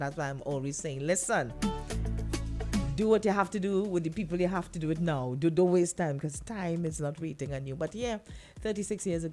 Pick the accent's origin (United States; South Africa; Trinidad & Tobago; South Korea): Trinidad & Tobago; Port of Spain; And I remember coming into Portisbane for the first time after growing up in Portisbane my whole life. I'm a Tongue girl.